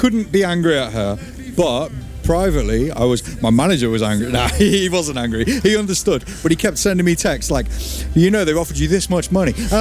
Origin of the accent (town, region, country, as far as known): England, United Kingdom